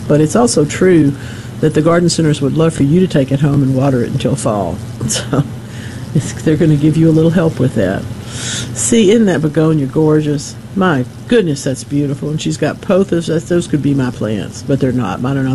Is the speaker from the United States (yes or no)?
yes; Gulfport, Mississippi, United States; I grew up in Gulfport